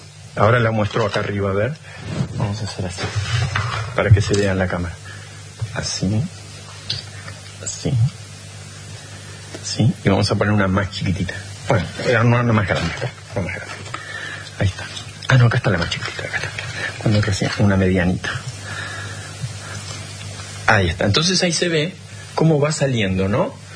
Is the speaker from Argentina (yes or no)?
yes; Bariloche, Río Negro, Argentina; born or raised there